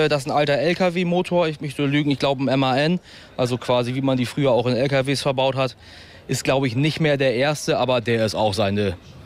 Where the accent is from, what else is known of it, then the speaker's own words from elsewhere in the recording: Lower Saxony, Germany; now in Hamburg, Germany; Ich komme ursprünglich aus Ostfriesland, von einer Insel. Und dann bin ich nach Hamburg gezogen